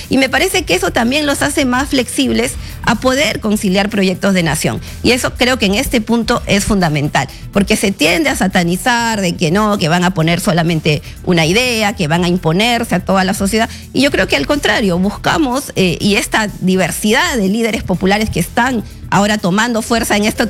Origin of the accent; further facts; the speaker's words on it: Peru; now in Lima, Peru; el gran desafío que tenemos como peruanos, sobre todo los que vivimos en Lima, en las grandes ciudades